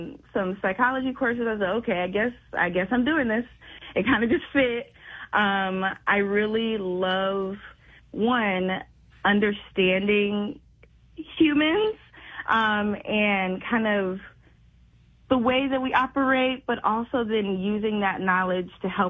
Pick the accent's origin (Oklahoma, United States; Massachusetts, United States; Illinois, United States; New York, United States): Illinois, United States; Urbana; born there; I actually went to Urbana. I went to Urbana Middle School and Urbana High School and U of I, and then moved away briefly. So this is home.